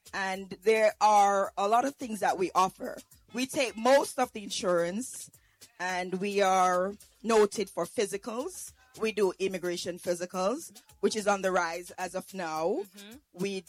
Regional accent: Jamaica; I'm from Jamaica, West Indies.

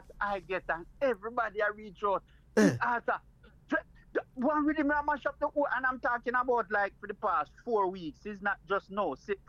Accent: Jamaica; As a young boy growing up in Jamaica, One of the first instruments that I learned to play was the banjo.

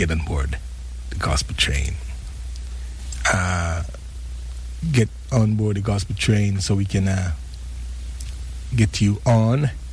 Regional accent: Jamaica; as Jamaican

